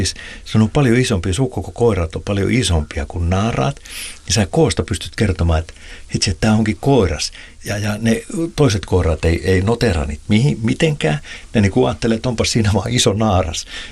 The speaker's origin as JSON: {"language": "Finnish", "town": "Pori", "region": "Satakunta", "country": "Finland", "tie": "born or raised there", "moved": "yes", "said": "Mä muistan 80-luvulla, niin kun mä oon Porista kotoa"}